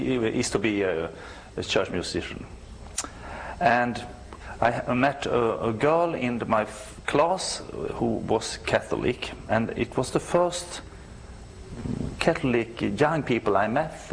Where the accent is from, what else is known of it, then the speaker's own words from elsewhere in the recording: northern Sweden, Sweden; English is a second language; moved away as an adult; now in Stockholm, Sweden; I grew up in the country of Sweden, so not in a big city, mm-hmm, in the north, and I liked it.